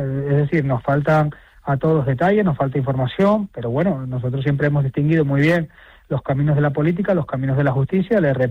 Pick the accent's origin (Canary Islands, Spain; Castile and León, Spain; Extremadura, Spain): Canary Islands, Spain; no ya como compañeros de Coalición Canaria, como canarios en sí